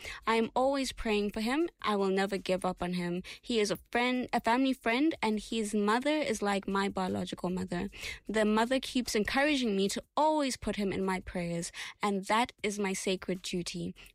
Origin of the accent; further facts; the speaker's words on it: Ndola, Copperbelt, Zambia; We grew up together in Indola.